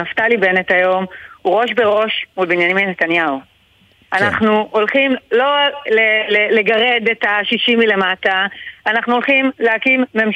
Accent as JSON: {"language": "Hebrew", "town": "Migdal HaEmek", "region": "Northern District", "country": "Israel", "tie": "born or raised there", "said": "אני גדלתי במגדל העמק, אבא שלי היה פעיל ליכוד, אמא שלי הייתה אחות והסתדרו בקופת חולים כללית"}